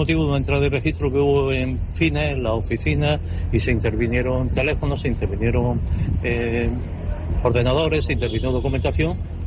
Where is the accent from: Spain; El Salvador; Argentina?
Spain; Granada, Andalusia; le recuerdo a todos que soy de Granada y estamos en fiestas, ¿no?